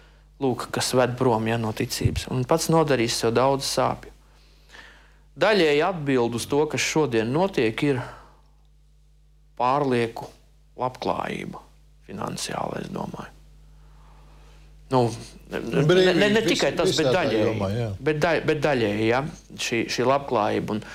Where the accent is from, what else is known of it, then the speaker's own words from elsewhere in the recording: Ainaži, Limbaži Municipality, Latvia; Ainažos, es esmu no Ainažiem.